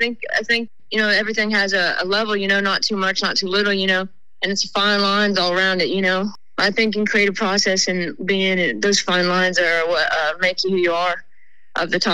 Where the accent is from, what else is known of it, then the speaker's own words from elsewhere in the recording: Kingsport, Tennessee, United States; moved away; So I'm from East Tennessee, a little town called Kingsport that has a big factory. And I grew up with my grandmama